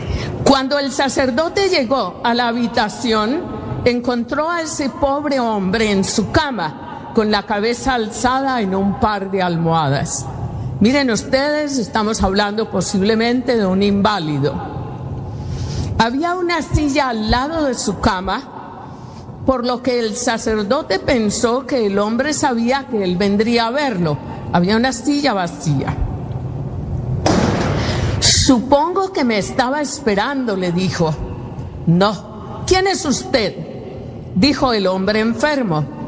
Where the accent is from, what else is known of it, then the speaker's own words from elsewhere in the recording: Colombia; Y no solo allí en Centroamérica, aún en mi tierra, en Colombia.